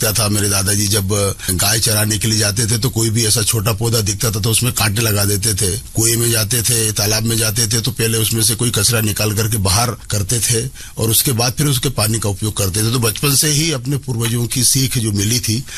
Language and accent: Hindi; Madhya Pradesh, India; मैं एक ग्रामीण क्षेत्र का निवासी हूँ, मेरे जन्म जो है वो राजगढ़ जिले के छोटे से गाँव में हुआ है